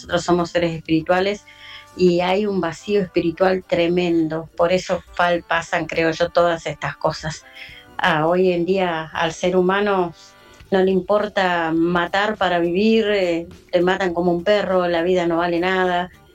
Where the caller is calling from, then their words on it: Zapala, Neuquén, Argentina; Los escucho desde Zapala, Neuquén. Estamos bien nevaditos, mucha nieve tenemos.